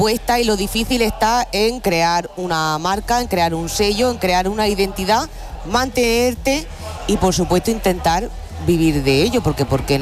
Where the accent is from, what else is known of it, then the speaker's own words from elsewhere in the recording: Guadix, Andalusia, Spain; Guadí, que es mi pueblo.